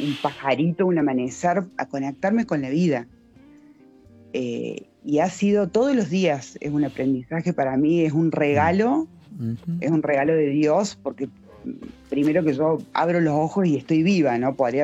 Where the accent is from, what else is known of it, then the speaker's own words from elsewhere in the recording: Córdoba, Argentina; moved away; el 18 de abril del 2023, yo llego acá en Córdoba, yo soy cordobesa.